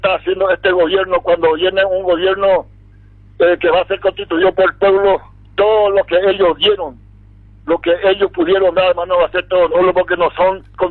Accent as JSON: {"language": "Spanish", "country": "Paraguay"}